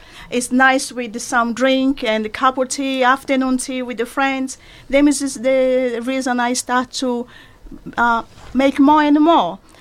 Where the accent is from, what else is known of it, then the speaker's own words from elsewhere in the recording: Brazil; English is a second language; moved away as an adult; now in England, United Kingdom; I'm from Brazil, yep. Of course. And yes, I've been in England for almost 20 years.